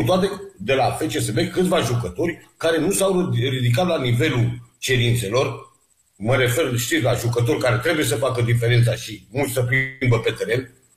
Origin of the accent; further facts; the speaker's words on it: Romania; Noi suntem români și avem în ADN lucrul ăsta.